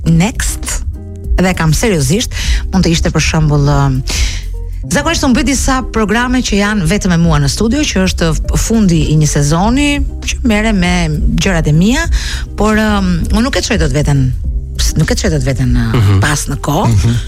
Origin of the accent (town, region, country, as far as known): Durrës, Durrës County, Albania